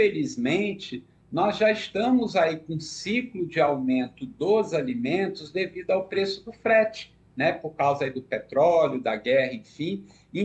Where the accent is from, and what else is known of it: Brazil